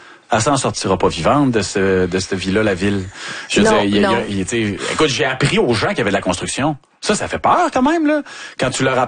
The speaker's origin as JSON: {"language": "French", "town": "La Baie", "region": "Quebec", "country": "Canada", "said": "Effectivement, je viens de Ville-de-la-Baie."}